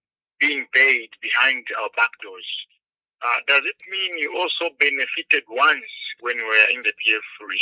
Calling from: Kitwe, Copperbelt, Zambia; I'm calling from Copperbelt, Kitwe.

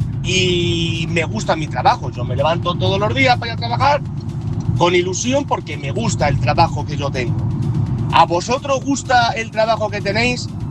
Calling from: Castilla-La Mancha, Spain; aquí de la Mancha, Manchega.

